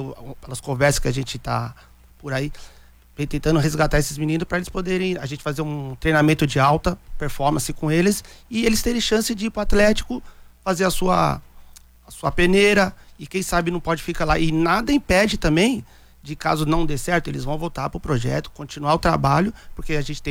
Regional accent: São Paulo, Brazil; moved away; Bom dia a todos, então, eu na verdade sou de São Paulo

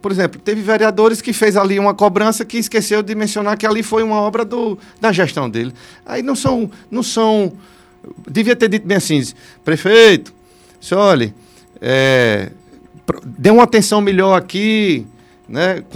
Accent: Lagarto, Sergipe, Brazil; por minha terra lagarta.

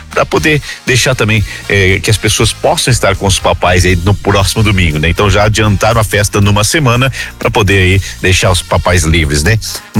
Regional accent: Gilberto Leal, Brazil; aqui na minha terra natal, Gilberto Leal

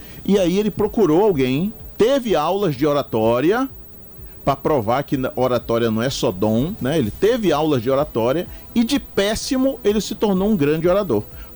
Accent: Belém, Pará, Brazil; Eu sou de Belém

